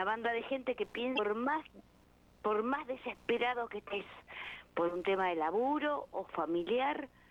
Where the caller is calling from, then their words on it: Bahía Blanca, Buenos Aires Province, Argentina; de Bahía Blanca.